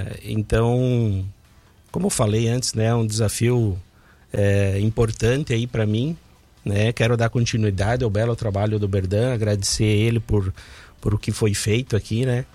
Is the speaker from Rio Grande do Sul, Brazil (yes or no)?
yes; Aratiba, Rio Grande do Sul, Brazil; born there; also born or lived in Santa Catarina; now in Erechim, Brazil; Eu sou gaúcho. Eu sou nascido aí em Aratiba, no Rio Grande do Sul.